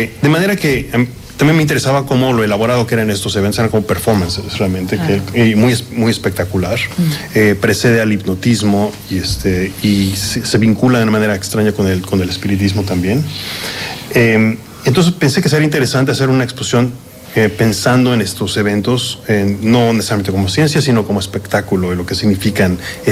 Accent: Mexico; moved away as an adult; also born or lived in United States; soy artista mexicano que ha trabajado en Estados Unidos por muchos años.

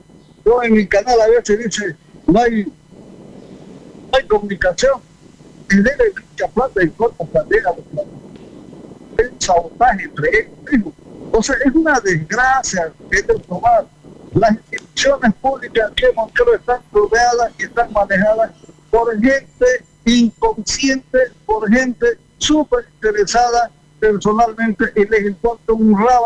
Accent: Montero, Santa Cruz, Bolivia; soy de Montero

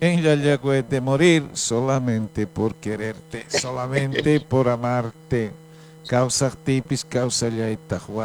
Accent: Potosí, Bolivia; now in Montero, Bolivia; Él es potosino del sur, yo soy potosino del norte, de Ayagua, Norte Potosí.

